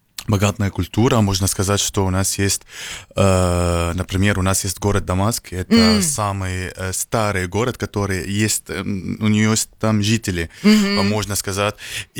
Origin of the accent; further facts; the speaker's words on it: Syria; now in United Arab Emirates; я из Сирии, живу в Эмиратах.